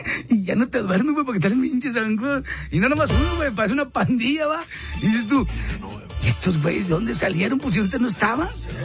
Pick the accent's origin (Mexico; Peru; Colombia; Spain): Mexico; northern Mexico; Así decimos en el norte, mija, para la gente que nos escucha en otro lado.